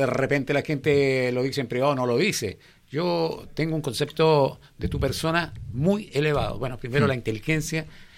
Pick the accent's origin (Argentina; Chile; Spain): Chile; Graneros, O'Higgins; also born or lived in Santiago, Chile; now in Rengo, Chile; Yo le doy gracias a la vida de haber elegido vivir acá en Rengo. Yo nací en Santiago, pero obviamente muy pequeñito. Nos instalamos en Graneros, donde yo viví una infancia maravillosa.